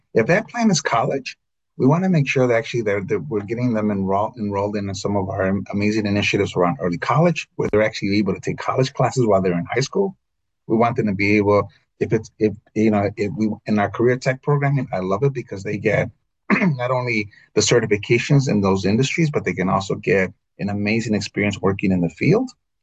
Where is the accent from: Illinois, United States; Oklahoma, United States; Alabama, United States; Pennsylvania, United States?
Illinois, United States; also born or lived in Texas / Nevada; In our state, I was in Texas, I was in Nevada, I was in my home state of Illinois.